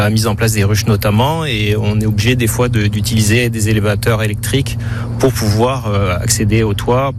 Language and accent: French; Bordeaux, Nouvelle-Aquitaine, France; je suis originaire de Bordeaux. J'ai 45 ans